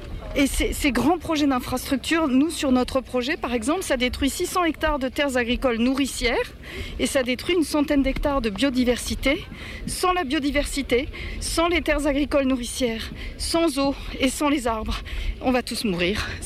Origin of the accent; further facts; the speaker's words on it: Centre-Val de Loire, France; Mais nous, on vient d'Eure-et-Loire parce qu'on lutte contre un autre gros projet d'infrastructure